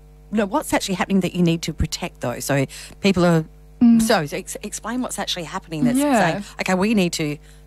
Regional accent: Northern Territory, Australia; born there; I was born in the Northern Territory and I've spent a bit of time in the Kimberleys and the gorges and so on.

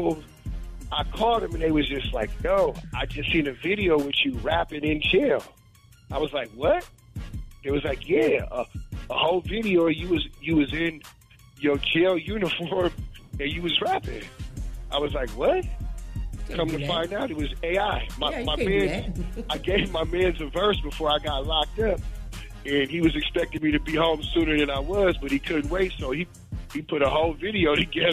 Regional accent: Alaska, United States; they find out I'm from Alaska

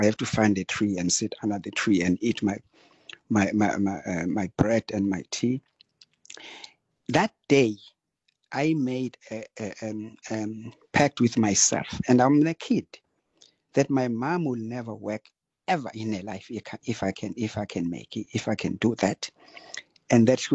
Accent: Durban, KwaZulu-Natal, South Africa; I come from Umlazi Township.

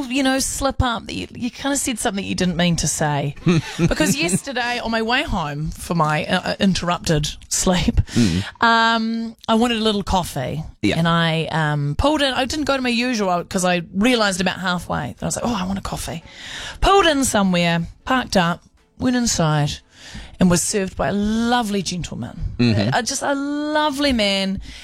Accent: New Zealand; I'm from New Zealand.

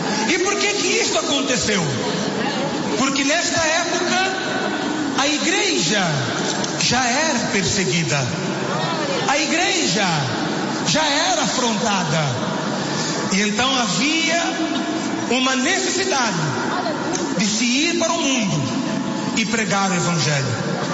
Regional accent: Mozambique

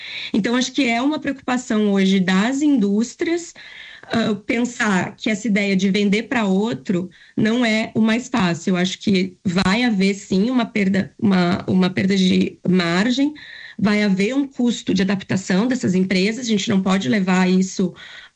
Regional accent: Rio Grande do Sul, Brazil; lá na minha região, no Rio Grande do Sul

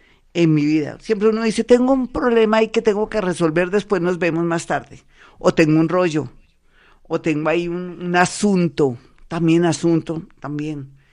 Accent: Colombia

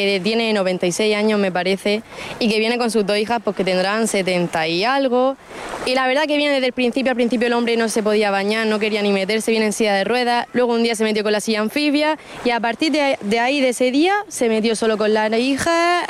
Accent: Cartagena, Region of Murcia, Spain; Yo de Cartagena.

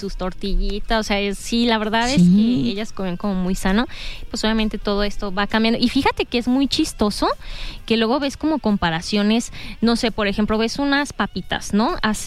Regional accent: Mexico

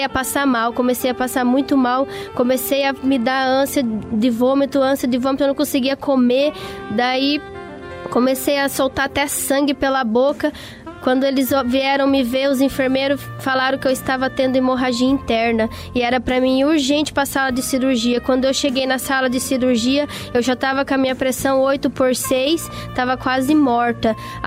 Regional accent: Curitiba, Paraná, Brazil; sou da cidade de Curitiba.

